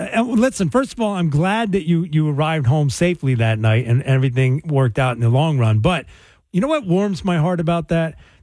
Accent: New Jersey, United States; I'm from Jersey.

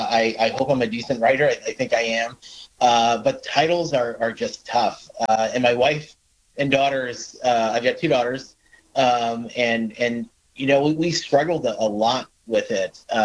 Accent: Fairfield, Connecticut, United States; moved away as an adult; I grew up in Fairfield, Connecticut, a great college town. I went to Fairfield Prep and played football and lacrosse there, and then went to Notre Dame.

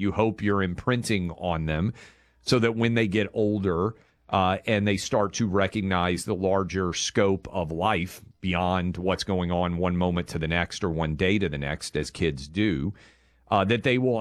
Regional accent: Tennessee, United States; Shiloh, in my home state of Tennessee.

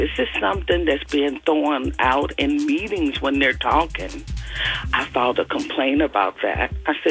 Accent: Louisiana, United States; born there; now in California, United States; I was born in 1960 in Louisiana. My mother was born in 1939 on a plantation

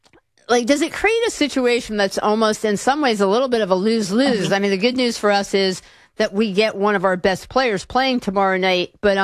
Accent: United States

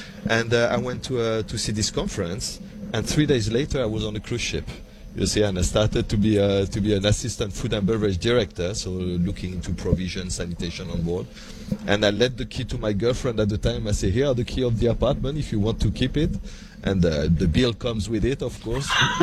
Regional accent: Lyon, Auvergne-Rhône-Alpes, France; born there; English is a second language; So I'm from Lyon in France. That's where I was born.

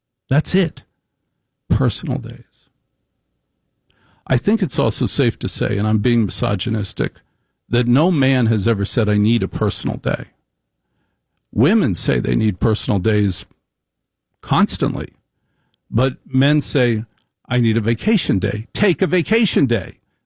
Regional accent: Maplewood, New Jersey, United States; I grew up in Maplewood, and the minute I left for college, my parents moved to Short Hills.

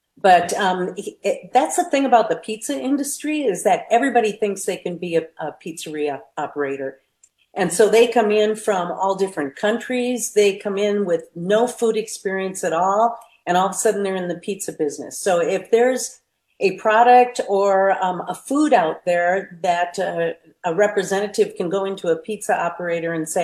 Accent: Wisconsin, United States; I mean, I grew up in Wisconsin, so they used to say this about bars in Wisconsin

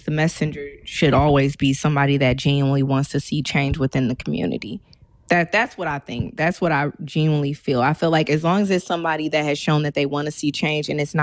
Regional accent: Milwaukee, Wisconsin, United States; When I came from the North Side

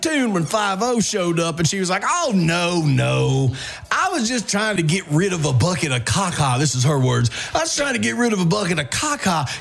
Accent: Mississippi, United States; And I grew up in South Mississippi.

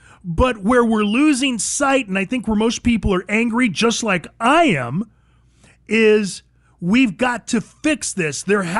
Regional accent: United States; born there; because I'm a Hispanic. And I'm going to also talk to you from an American perspective, because, well, yeah, I'm an American. I was born here.

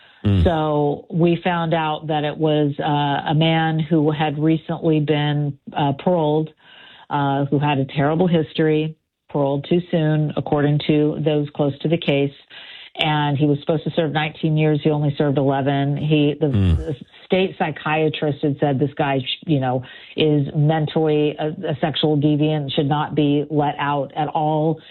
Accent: Sacramento, California, United States; And I'm from Sacramento, California.

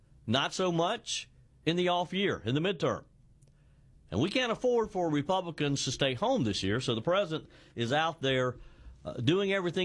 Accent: South Carolina, United States; here in my home state of South Carolina

